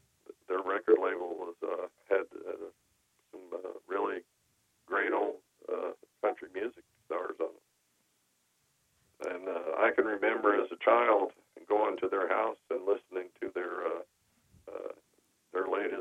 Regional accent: Kentucky, United States; I come from Kentucky, and actually out of Appalachia, Kentucky.

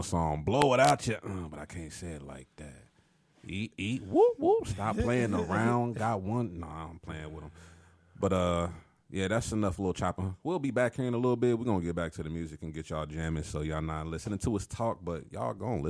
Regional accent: Illinois, United States; he from the Ville, my hometown, so that's another 217 repping right there.

